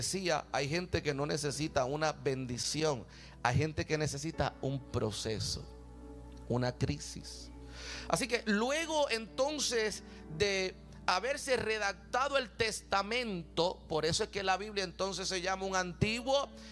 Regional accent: Puerto Rico; Soy puertorriqueño, soy boricua, cumplí 29 años el jueves.

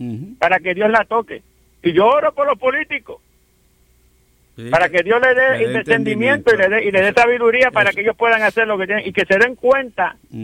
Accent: U.S. Virgin Islands; yo soy ciudadano americano, residente de las Islas Vírgenes.

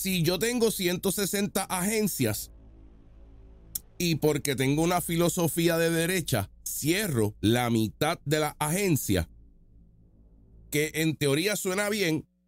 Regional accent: Puerto Rico; yo soy americano, Puerto Rico USA

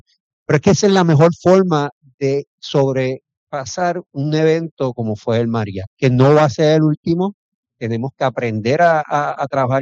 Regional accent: Puerto Rico; como puertorriqueños, y me incluyo

